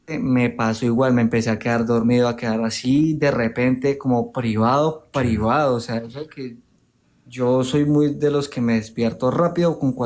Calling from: Restrepo, Meta, Colombia; Desde Restrepo

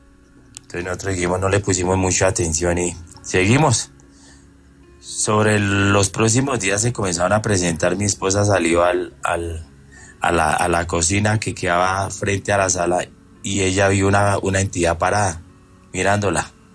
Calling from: Madrid, Cundinamarca, Colombia; No, en Madrid, Cundinamarca.

